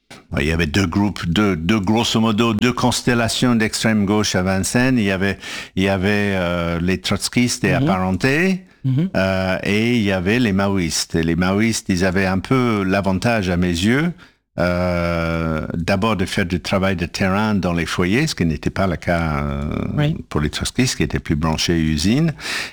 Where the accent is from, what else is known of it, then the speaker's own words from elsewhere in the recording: Canada; moved away as an adult; now in France; j'ai grandi au Canada